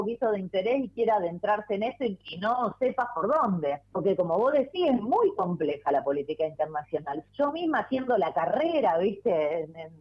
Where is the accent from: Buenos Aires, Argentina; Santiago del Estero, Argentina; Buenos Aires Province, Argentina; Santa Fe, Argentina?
Santa Fe, Argentina; Armstrong; born there; moved away; also born or lived in Rosario; los que somos de Antron y nacimos en Antron, somos muy orgullosos de haber nacido ahí